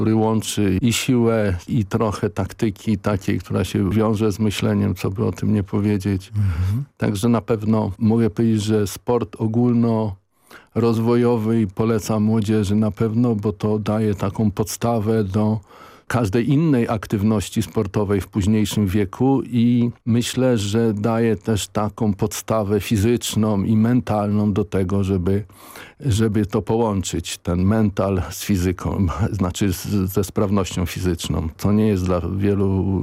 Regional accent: Warsaw, Masovian Voivodeship, Poland; urodziłem się na Ochocie, a wychowywałem się na Grochowie.

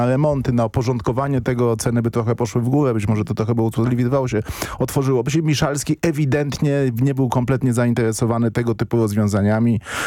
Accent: Płock, Masovian Voivodeship, Poland; Jak już tak jesteśmy przy coming outach, to ja powiem, że jestem z Płocka.

